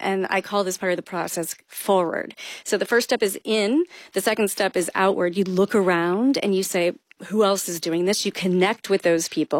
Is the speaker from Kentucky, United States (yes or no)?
yes; Kentucky, United States; I grew up in Kentucky.